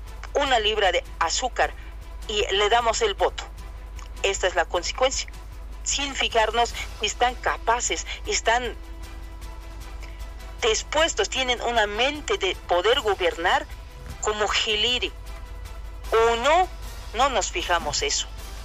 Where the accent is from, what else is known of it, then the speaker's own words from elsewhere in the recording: Bolivia; Somos nosotros, los bolivianos, ciudadanos.